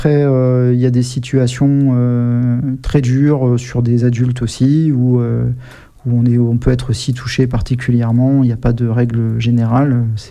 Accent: Amiens, Hauts-de-France, France; Donc moi, je suis originaire d'Amiens, donc j'avais passé le concours de première année à la fac d'Amiens.

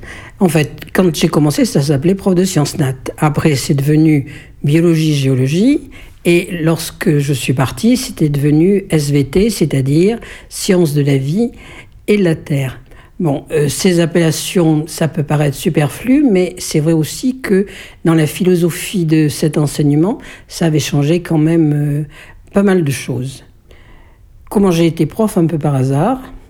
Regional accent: Thiviers, Nouvelle-Aquitaine, France; je suis né à Thiviers et il est vraisemblable que je vais mourir à Thiviers. Et je suis peut-être natif du Périgord, je suis resté dans le Périgord. Bon, j'ai voyagé, j'ai tourné, mais c'est là où j'ai habité. Et pourtant, je me sens citoyenne du monde. J'ai à la fois mes racines ici

